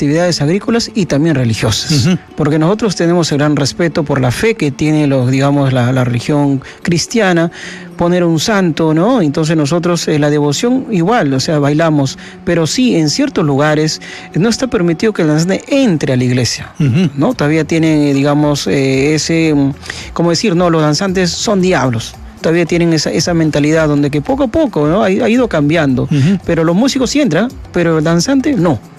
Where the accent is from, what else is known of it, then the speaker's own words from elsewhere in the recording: Puquio, Ayacucho, Peru; la parte costumbre de mi pueblo de Puquio por parte de mis padres